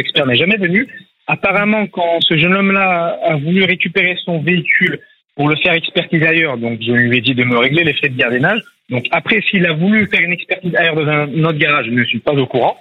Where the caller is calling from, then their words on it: Antibes, Provence-Alpes-Côte d'Azur, France; Je suis à Antibes.